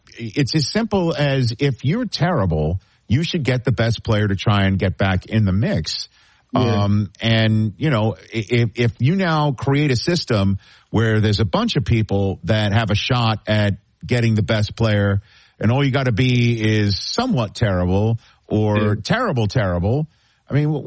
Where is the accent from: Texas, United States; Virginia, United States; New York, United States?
New York, United States; You know, I'm a New Yorker, Jeff.